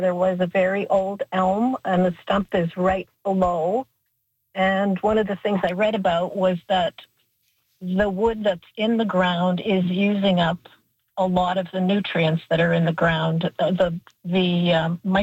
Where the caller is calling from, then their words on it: Winnipeg, Manitoba, Canada; I'm in Winnipeg in Wolseley.